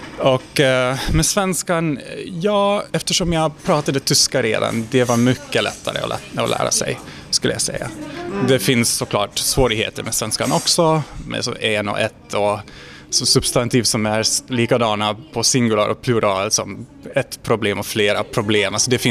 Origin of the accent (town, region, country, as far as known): Cluj-Napoca, Cluj County, Romania; born or raised there; first language Hungarian and Romanian; Swedish is a second language